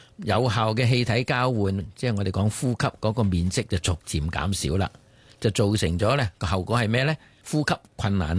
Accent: Guangdong, China; 我哋广东人咧叫舌头做利噶嘛。

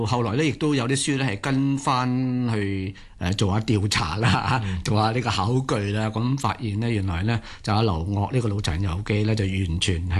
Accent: Guangdong, China; 你问我哋广东人咧都系会累咗落去嘅

